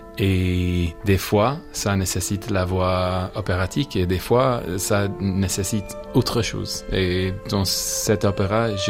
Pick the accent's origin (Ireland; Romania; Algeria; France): Ireland; French is a second language